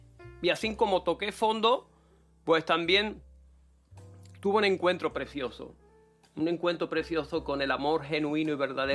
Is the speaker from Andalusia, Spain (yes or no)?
yes; San Roque, Andalusia, Spain; born there; soy nacido en San Roque